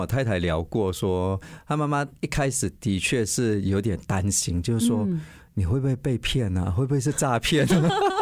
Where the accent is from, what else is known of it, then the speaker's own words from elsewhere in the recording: Malaysia; 就是我作为一个生活在马来西亚这块土地的人，可是直到我高中其实我的生活圈子还是很狭隘的就是可能都一直都在所谓的华人社群里头那我的异族朋友也不多